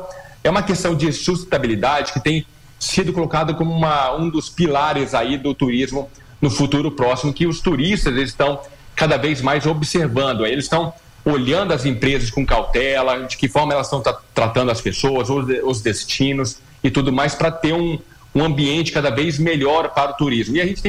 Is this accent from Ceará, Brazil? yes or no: no; Rio de Janeiro, Brazil; eu sou carioca